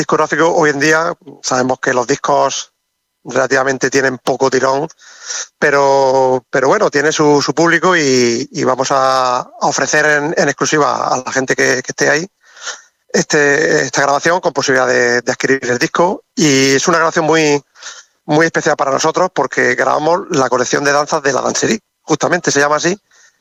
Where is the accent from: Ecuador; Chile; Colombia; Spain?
Spain; Calasparra, Region of Murcia